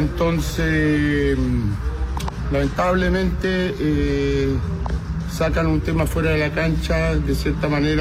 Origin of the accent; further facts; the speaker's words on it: Puerto Montt, Los Lagos, Chile; Mire, el que, como dicen en mi tierra, en Puerto Montt, el que le quede bueno el poncho, que se lo ponga.